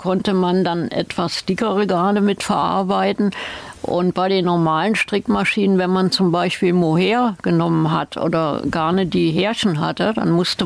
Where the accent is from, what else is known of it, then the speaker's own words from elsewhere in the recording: Aachen, North Rhine-Westphalia, Germany; Ich komme ja gebürtig aus Aachen.